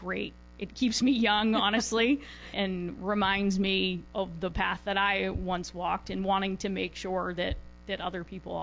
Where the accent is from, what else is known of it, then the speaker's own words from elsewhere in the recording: Wayland, Massachusetts, United States; also born or lived in West Roxbury / Milton; I grew up in Wayland, just outside the city